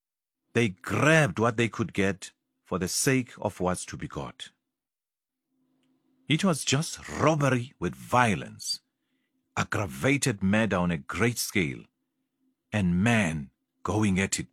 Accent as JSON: {"language": "English", "country": "Eswatini", "tie": "born or raised there", "said": "What I observed growing up in Swaziland mirrors what Mike Davis describes about India in the late 19th century"}